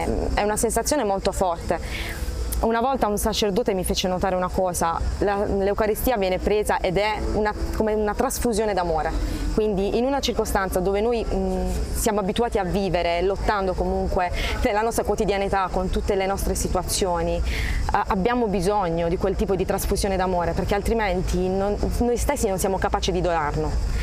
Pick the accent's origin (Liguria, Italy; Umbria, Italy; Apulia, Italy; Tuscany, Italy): Apulia, Italy; Bari; vengo da Bari, dall'Italia.